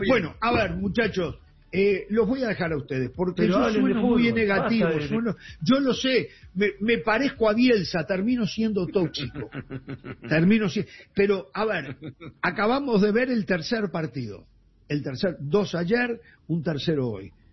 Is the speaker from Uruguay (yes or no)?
yes; Uruguay; La FIFA, yo voy a hablar de mi pueblo, el uruguayo.